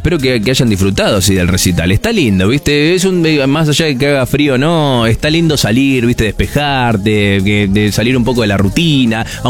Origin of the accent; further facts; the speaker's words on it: Concordia, Entre Ríos, Argentina; Somos todos de Concordia, Entre Ríos.